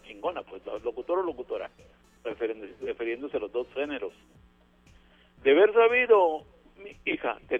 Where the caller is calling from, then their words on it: Mexicali, Baja California, Mexico; Yo vengo de vacaciones de Mexicali.